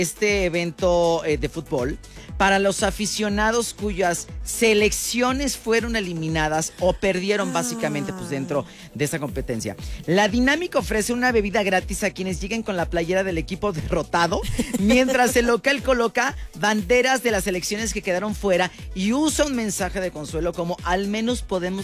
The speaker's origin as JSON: {"language": "Spanish", "country": "Mexico"}